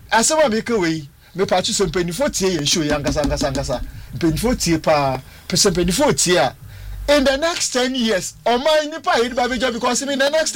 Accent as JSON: {"language": "English", "country": "South Africa", "said": "as a South African, so me see what they people are not narrating the narrative tells us how they live and the way they do things."}